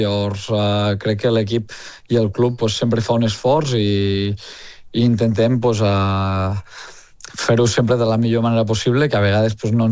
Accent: Lleida, Catalonia, Spain; jo sóc lleidatà

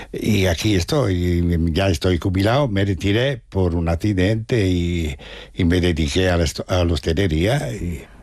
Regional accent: Italy; now in Spain; sono qui da 51 anni. Mi trovo molto bene qui in Spagna. Quiero mucho este país como el mio, perché soy casi más español que italiano.

